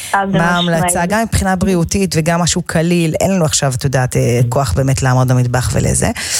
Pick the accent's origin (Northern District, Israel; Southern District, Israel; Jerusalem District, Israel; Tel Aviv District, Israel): Jerusalem District, Israel; Jerusalem; אני בכלל ירושלמי